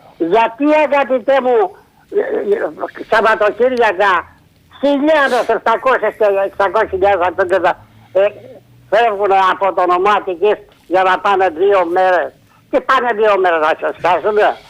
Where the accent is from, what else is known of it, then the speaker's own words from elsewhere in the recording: France; είμαι από το Γαλλία.